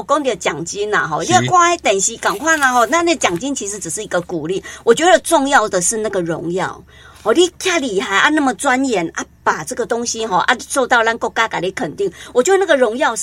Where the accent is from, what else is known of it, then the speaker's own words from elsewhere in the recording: Taiwan; 我们台湾人